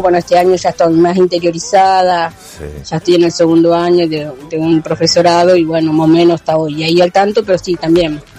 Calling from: Santa Fe, Argentina; de Barrio Belgrano, 723.

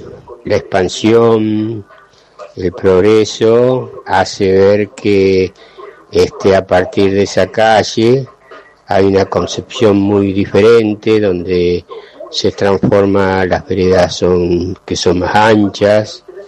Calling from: Santa Fe, Argentina; de Barrio Roma

